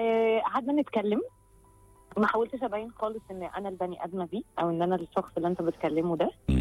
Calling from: Cairo, Cairo Governorate, Egypt; وانا من القاهره.

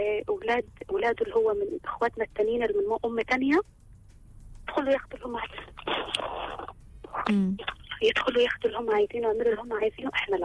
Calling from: El Arish, North Sinai, Egypt; انا مصريه بس عريشيه.

